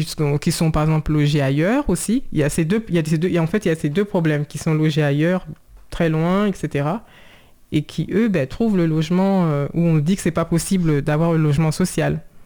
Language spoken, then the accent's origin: French; Saint-Cloud, Île-de-France, France; born there; Je suis née en France, à Saint-Cloud, dans les Hauts-de-Seine.